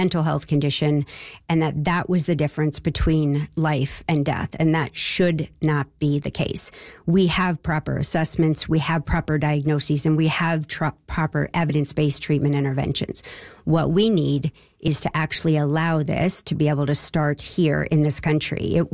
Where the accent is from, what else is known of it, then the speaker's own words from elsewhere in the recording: British Columbia, Canada; I'm from British Columbia and trained in the U.S. and came back here 11 years ago